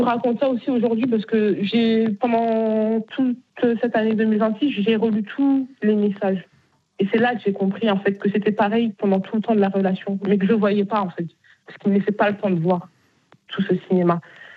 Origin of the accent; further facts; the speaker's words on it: Bagneux, Île-de-France, France; Moi, je viens de Bagneux.